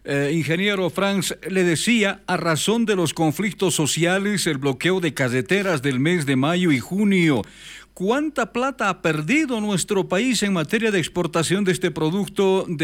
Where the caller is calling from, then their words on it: Oruro, Bolivia; Le saludamos desde Oruro.